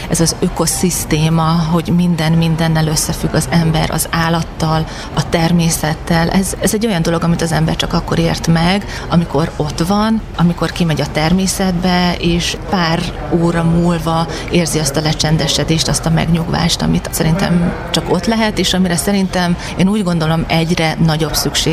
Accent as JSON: {"language": "Hungarian", "town": "Debrecen", "region": "Hajdú-Bihar", "country": "Hungary", "tie": "born or raised there", "said": "én 100%-ig belvárosi lány vagyok, tehát egy belvárosi gangos bérházban nőttem fel is, gyakorlatilag éltem világéletemben"}